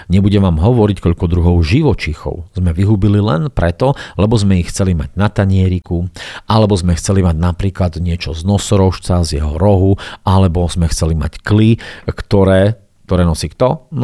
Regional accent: eastern Slovakia, Slovakia; U nás na východe sa hovorí, že všetko so všetkým skapčano.

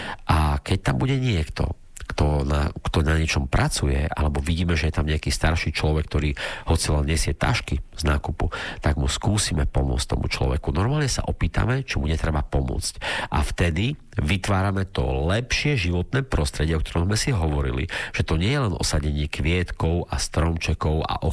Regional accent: Bardejov, Prešov Region, Slovakia; born or raised there; moved away

